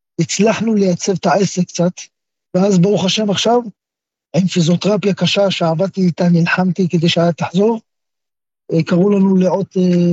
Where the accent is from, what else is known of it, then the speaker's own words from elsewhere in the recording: Bnei Brak, Tel Aviv District, Israel; born there; moved away as an adult; now in Safed, Israel; אני למדתי גם בסתמר, אני גדלתי בבית, גם אחרי שהתגייסתי, אמרו לי, אל תבוא לבית עם מדים, אל תבוא לבני ברק עם מדים